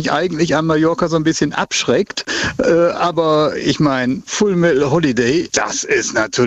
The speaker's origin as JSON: {"language": "German", "region": "Schleswig-Holstein", "country": "Germany", "said": "Ich komme aus Schleswig-Holstein."}